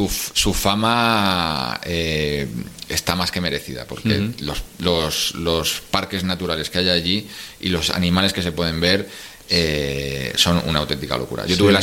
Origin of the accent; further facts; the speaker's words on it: Spain; como español tenemos 90 días